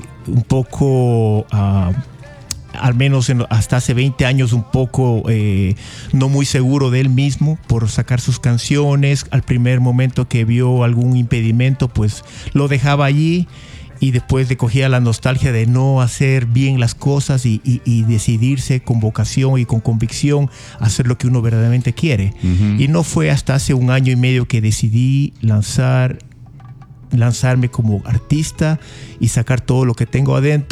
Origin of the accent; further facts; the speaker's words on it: Salinas, Santa Elena, Ecuador; moved away as an adult; also born or lived in United States; now in Cuenca, Ecuador; Yo soy hijo de padres cuencanos. Bien cuencano más que el monte, pero yo crecí en la playa, en Salinas. Entonces, y me fui a los Estados Unidos del 90 hasta el 2000, prácticamente cerrando números. Estuve 10 años por allá. Entonces, por eso tengo este acento.